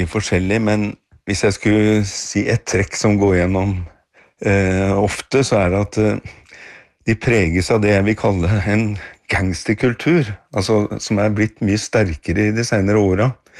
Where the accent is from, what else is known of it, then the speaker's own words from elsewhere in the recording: Oslo, Norway; Det går jo en lang linje her fra da jeg ble født og vokste opp i Groruddalen i nye blokker der.